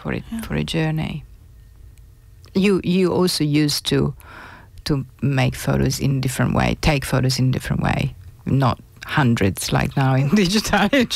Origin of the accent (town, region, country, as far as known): Italy; now in Penola, Australia